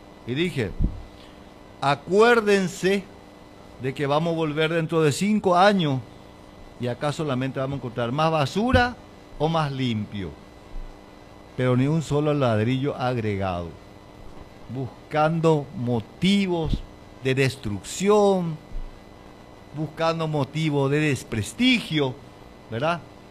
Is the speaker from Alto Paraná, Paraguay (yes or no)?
no; Fram, Itapúa, Paraguay; como paraguayo, como frameño